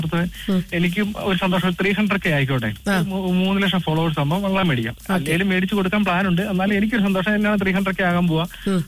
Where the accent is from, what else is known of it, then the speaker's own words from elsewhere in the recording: Arpookara, Kerala, India; കോട്ടയം, കോട്ടയം, കോട്ടയം ആർപ്പുക്കര എന്ന് പറയും medical college ഹോസ്പിറ്റലിന്റെ അടുത്തേ നമ്മുടെ വീടെല്ലാം വരുന്നത്.